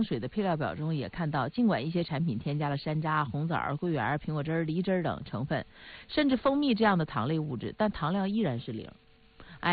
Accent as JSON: {"language": "Chinese", "region": "Northeast China", "country": "China", "accent": "Northeastern (Dongbei)", "said": "用我们东北话说"}